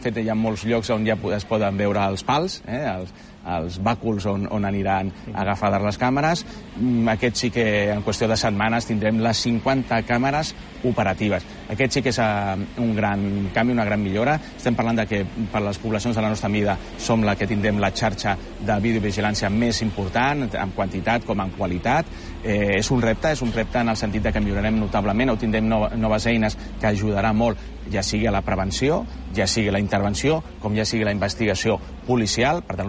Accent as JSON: {"language": "Catalan", "area": "Tarragona province", "region": "Catalonia", "country": "Spain", "said": "Nosaltres som penedesencs i tarragonins. Som tarragonins des de fa gairebé dos segles."}